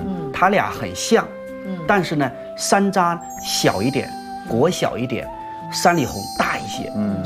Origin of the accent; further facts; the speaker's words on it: southern China, China; 因为我也是南方长大的